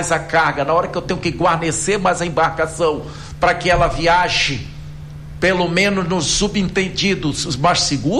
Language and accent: Portuguese; North Region, Brazil; nós, Amazônida